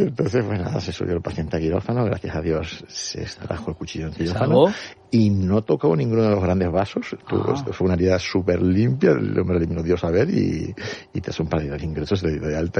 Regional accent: Canary Islands, Spain

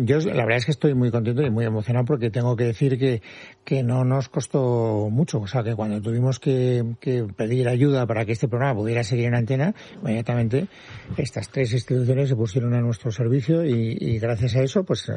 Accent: Castellón, Valencian Community, Spain; Es que como vengo de Castellón, todavía vengo con la mentalidad levantina.

